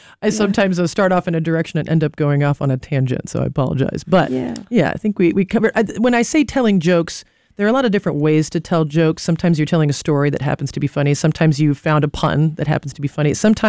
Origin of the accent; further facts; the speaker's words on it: United States; acknowledging what my position is in the room as also an American tourist hanging out in Japan.